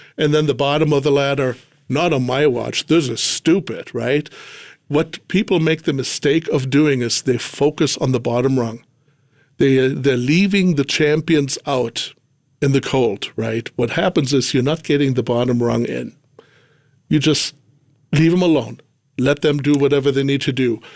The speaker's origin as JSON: {"language": "English", "country": "Germany", "tie": "born or raised there", "moved": "as an adult", "said": "I didn't grow up over here. I grew up in Germany. Mm. Lived there for 20 years."}